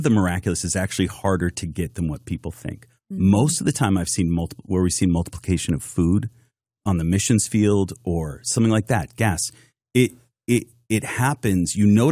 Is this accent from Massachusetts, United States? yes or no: yes; Massachusetts, United States; And I'm from Massachusetts, so like, I wouldn't have believed it if I didn't see it myself.